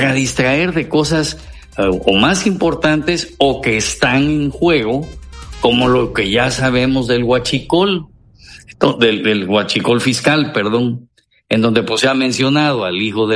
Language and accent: Spanish; Mexico